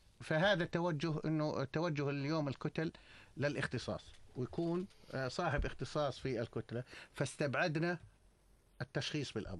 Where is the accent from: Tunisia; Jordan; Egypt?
Jordan; تعرف أنه أن إحنا نشمية أردنية من حزب الأمة بتمثل المملكة الأردنية